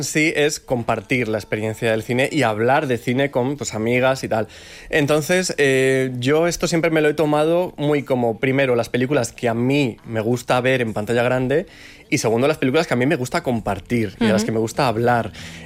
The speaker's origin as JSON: {"language": "Spanish", "town": "Zamora", "region": "Castile and León", "country": "Spain", "tie": "born or raised there", "said": "Yo soy de Zamora, es uh-huh. una ciudad pequeña de provincias. Entonces, claro, yo crezco en los 90"}